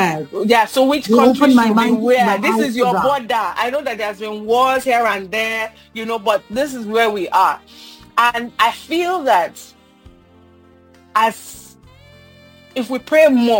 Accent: Nigeria; I am Nigerian.

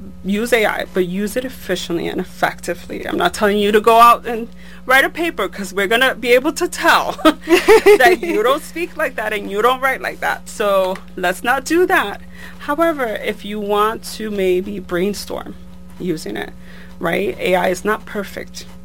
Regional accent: New York City, New York, United States; moved away as an adult; I was born and raised in the Bronx.

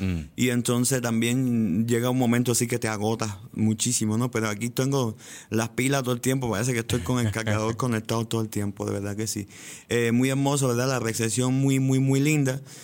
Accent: Guantánamo, Cuba; born there; moved away; como nací en el Caribe

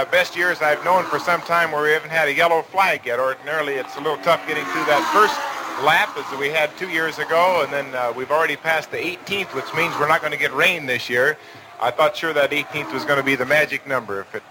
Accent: Portland, Oregon, United States; I'm from Portland.

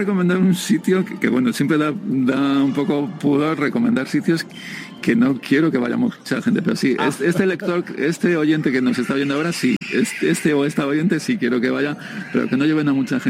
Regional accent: San Sebastián, Basque Country, Spain; muchos donostiarras no vamos con tanta frecuencia a Bilbao

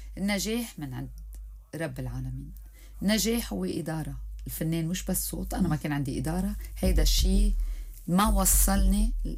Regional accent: Lebanon; أنا كلبنانية لازم غني لبناني.

